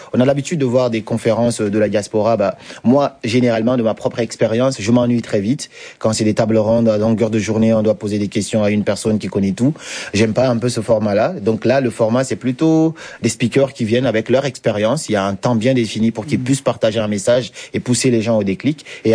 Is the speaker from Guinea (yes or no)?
yes; Guinea; born there; je me sens 100% africain, donc je me limite pas à un seul pays. Je suis originaire de la Guinée, très fier de venir de là.